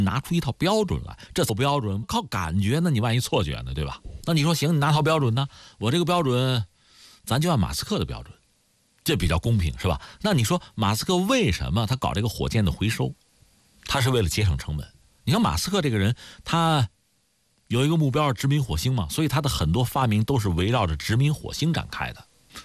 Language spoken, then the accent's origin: Chinese; China